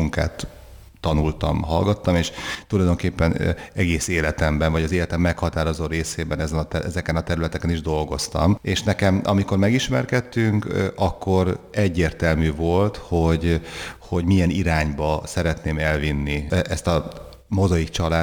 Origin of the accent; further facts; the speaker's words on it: Békés, Hungary; falun nőttem föl, Délbékésben, az Alföld pereme